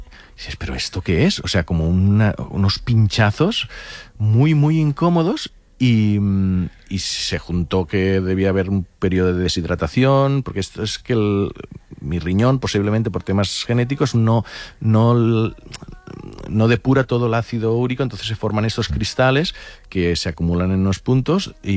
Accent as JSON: {"language": "Spanish", "region": "Catalonia", "country": "Spain", "said": "mira que soy del Delta del Ebre, allí mosquitos, sí."}